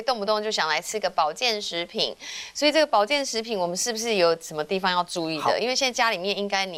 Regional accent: Taiwan; 我觉得我们台湾人其实很爱的

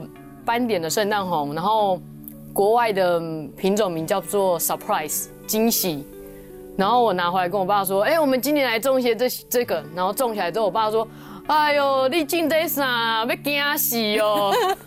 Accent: Taiwan

